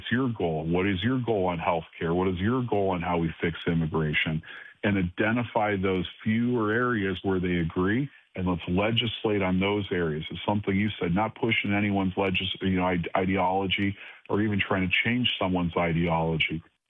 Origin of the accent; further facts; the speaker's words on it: Cleveland, Ohio, United States; Back in my Tea Party days, I remember a guy, Dave Zupan, in Cleveland, Ohio. My hometown, someone